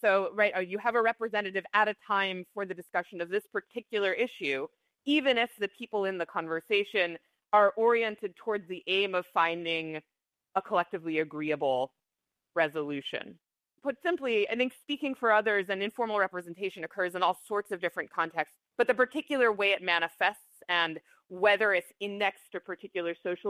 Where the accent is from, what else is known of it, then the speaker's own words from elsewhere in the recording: United States; I grew up in the United States.